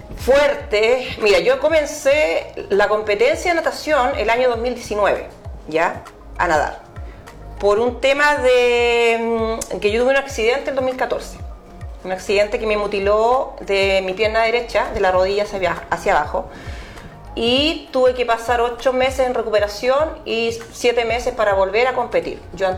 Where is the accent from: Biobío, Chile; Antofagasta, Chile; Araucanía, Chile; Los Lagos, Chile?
Biobío, Chile; Tomé; Yo nací acá en Tomé el 11 de diciembre de 1974.